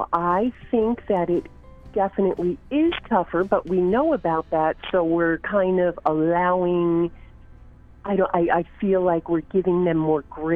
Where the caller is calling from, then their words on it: Lincolndale, New York, United States; Lincolndale, New York.